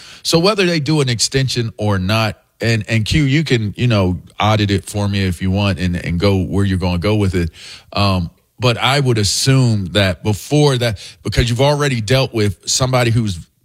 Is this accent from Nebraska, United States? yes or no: no; Pittsburgh, Pennsylvania, United States; And I'm from Pittsburgh.